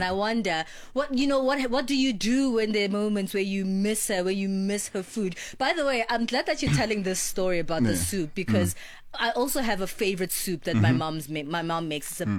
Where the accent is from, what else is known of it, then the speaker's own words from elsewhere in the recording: South Africa; I'm South African, it doesn't matter where I am in the world.